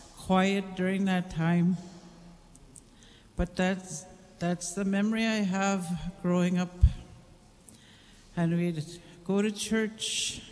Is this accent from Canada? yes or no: yes; Canada; first language Cree; English is a second language; That was my first language. It was English is something that I had, a language that I had to learn when I went to a residential school.